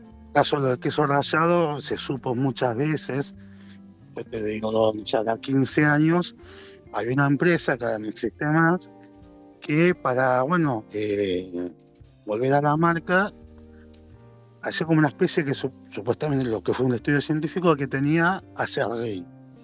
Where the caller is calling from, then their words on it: Buenos Aires, Argentina; de Colegiales.